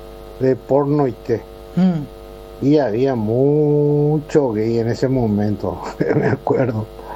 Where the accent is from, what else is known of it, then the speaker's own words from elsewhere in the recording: Fernando de la Mora, Central, Paraguay; yo que soy nacido y creado en Fernando de la Mora